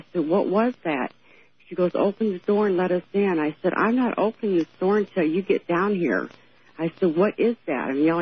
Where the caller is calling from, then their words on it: Bloomington, Indiana, United States; I'm calling from Bloomington, Indiana.